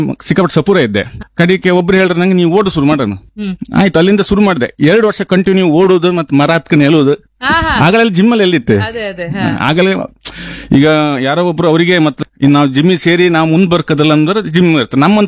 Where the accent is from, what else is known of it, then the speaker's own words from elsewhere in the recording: Koteshwara, Karnataka, India; born there; now in Basrur, India; ಮೊದಲು ಹುಟ್ಟಿದ್ದು ಕೋಟೇಶ್ವರ